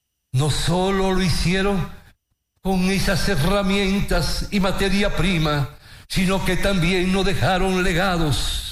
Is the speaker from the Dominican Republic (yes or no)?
yes; Dominican Republic; yo lo viví desde mi niñez en la Guácara, allá por la piña de Cotrí, allá en un pequeño campo y sección de Sierra Prieta.